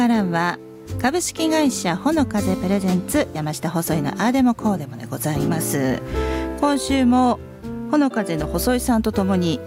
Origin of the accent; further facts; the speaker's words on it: Sapporo, Hokkaido, Japan; 札幌ご出身のなんですね、はいはい、で私地元一緒なんですよ